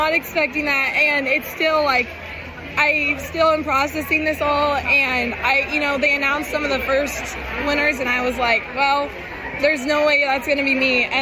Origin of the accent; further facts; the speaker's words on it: Milford, Nebraska, United States; I'm from Milford, Nebraska.